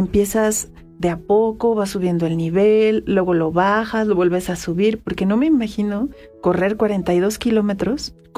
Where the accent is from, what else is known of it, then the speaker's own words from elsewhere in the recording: Mexico; me imagino yo llegando como mexicano